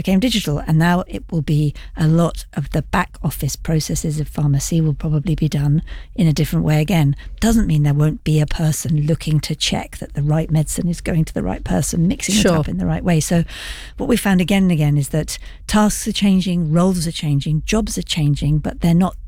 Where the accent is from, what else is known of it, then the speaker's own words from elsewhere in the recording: London, United Kingdom; Because as a Londoner right now, it's pretty hard to understand, okay, what jobs are they going to be for me?